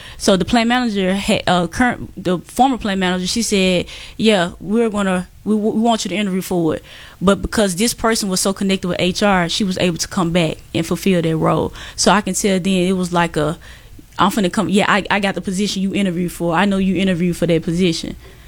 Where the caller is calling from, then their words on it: Mississippi, United States; maybe I'm from Mississippi.